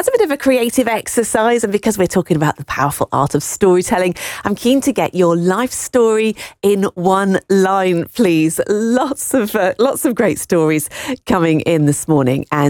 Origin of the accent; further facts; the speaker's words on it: Bath, South West England, United Kingdom; born there; also born or lived in Melksham; I was born in Bath, but actually my parents were living in Melksham at the time.